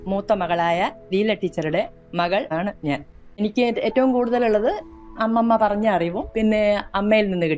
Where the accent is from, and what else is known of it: Kanhangad, Kerala, India; born or raised there